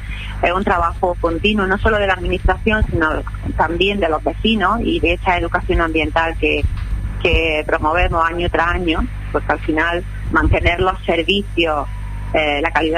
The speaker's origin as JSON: {"language": "Spanish", "region": "Andalusia", "country": "Spain", "said": "el pabellón bien alto, como buenos andaluces que somos."}